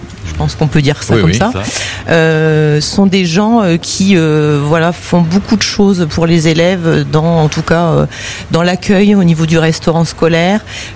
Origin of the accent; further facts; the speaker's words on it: Hauts-de-France, France; Je viens de la région du Nord.